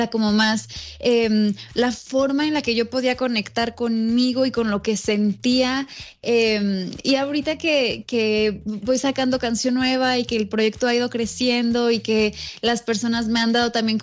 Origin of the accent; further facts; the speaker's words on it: Irapuato, Guanajuato, Mexico; Soy originaria de Irapuato, Guanajuato, entonces un poquito lejos, pero a la vez también cerca de ustedes.